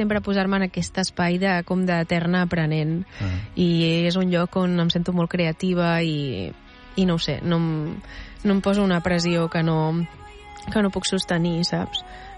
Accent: Badalona, Catalonia, Spain; now in Barcelona, Spain; Barcelona, la meva ciutat. Tot i que sóc de Badalona, però és la meva ciutat adulta.

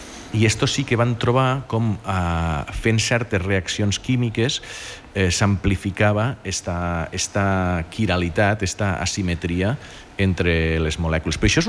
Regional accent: Catalonia, Spain; jo sóc de les Terres de l'Ebre i allí històricament hi ha hagut problemes i de barrancs

